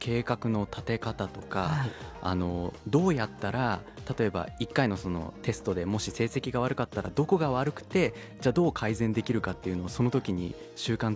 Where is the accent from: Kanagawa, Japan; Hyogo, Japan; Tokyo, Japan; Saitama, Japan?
Saitama, Japan; also born or lived in Chicago, United States; 主に埼玉で育ちました